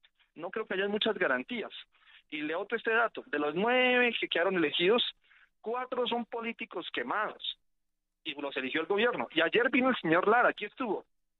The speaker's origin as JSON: {"language": "Spanish", "region": "Boyacá", "country": "Colombia", "said": "Claro, yo puedo decirle básicamente que yo soy de Boyacá"}